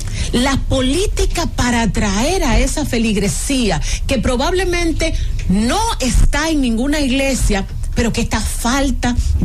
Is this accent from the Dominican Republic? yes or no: yes; Dominican Republic; Yo soy católica, y me preocupa, ¿por qué? Porque en la República Dominicana la mayoría somos cristianos, de la Iglesia Evangélica o de la Iglesia Católica.